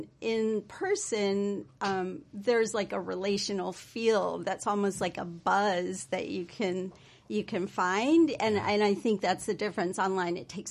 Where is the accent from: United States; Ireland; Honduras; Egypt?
Honduras; moved away; So I think an important part of my path has been that I'm an immigrant from Honduras, and I grew up with a certain, I would say, indigenous somatics, as well as like dream work and just connection to nature.